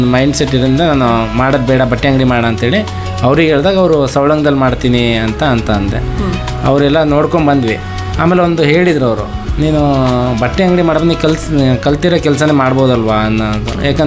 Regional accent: Beeranakere, Karnataka, India; born there; also born or lived in Harihara / Shivamogga; ನಾನು ಬೀರಂಕೆರೆ ಊರು ನಾನು ಹುಟ್ಟಿದ್ದು ಬೀರಂಕೆರೆಯಲ್ಲಿ

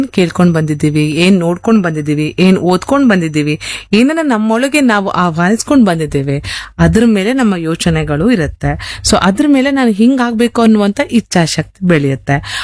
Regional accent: Kundapura, Karnataka, India

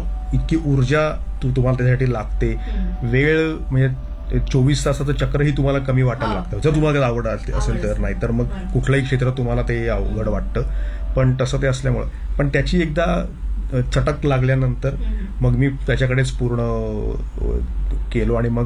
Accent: Talegaon Dabhade, Maharashtra, India; मी अर्थात तळेगाव, दाभडे हे मला म्हटलं या माझ्या गावात होतो, ते पण खूप महत्वाचं गाव आहे.

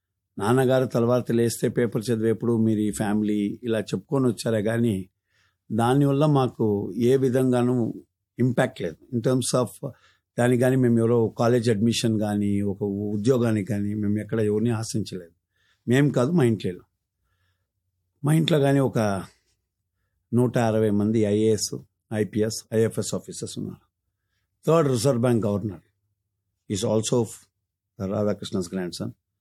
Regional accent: Chennai, Tamil Nadu, India; moved away as an adult; also born or lived in Delhi / Neyveli; now in Bangalore, India; నేను వచ్చేసి పుట్టింది ఢిల్లీలో, పెరిగింది అంతా చెన్నై. చెన్నైలో టిపికల్ ప్లేస్ కాల్ నైవేలి, ఎన్ఎల్సీలో ఉంటుంది. మళ్ళీ we came back to Chennai city. So basic education up to college Chennai Madras

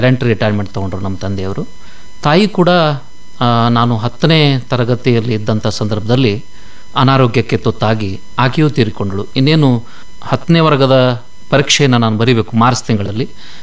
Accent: Savadatti, Karnataka, India; born there; ನಾನು ಹುಟ್ಟಿದ್ದು ಸವದತ್ತಿಯಲ್ಲಿ.

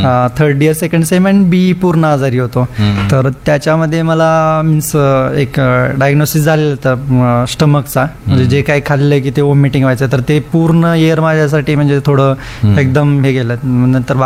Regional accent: Osmanabad, Maharashtra, India; आता मी उस्मानाबादचाच आहे ना, कधी कधी रिलेटिव्ह आहेत

